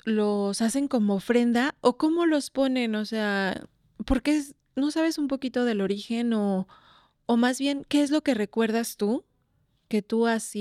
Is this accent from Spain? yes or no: no; Mexico; moved away; Yo cuando llegué aquí, soy mexicana